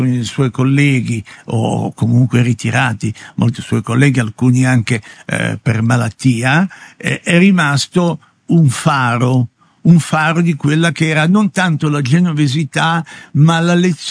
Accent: Genoa, Liguria, Italy; Noi siamo genovesi e siamo in grado di fare con meno molto di più degli altri.

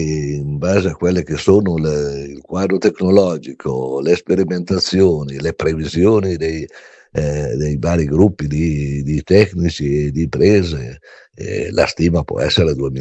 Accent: Piedmont, Italy; io sono piemontese, la mia regione vive con energia, con elettroni che arrivano da centrali nucleari, quelle francesi

